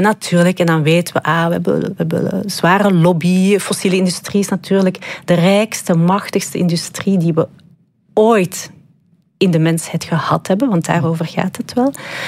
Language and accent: Dutch; Leuven, Flanders, Belgium; En de helft van mijn familie is West-Vlaams. En de eerste keer dat ik me echt een buitenbeentje voelde, ik ben opgegroeid in Leuven, was als ik mijn West-Vlaamse familie ontmoette en ze niet verstond.